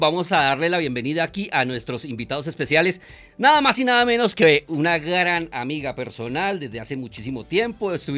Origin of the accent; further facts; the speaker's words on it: Colombia; yo soy de aquí de Colombia